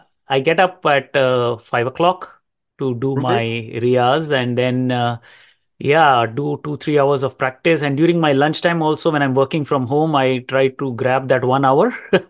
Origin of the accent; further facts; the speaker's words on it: India; now in Canada; I'm originally from India. I've migrated here to Canada in 2014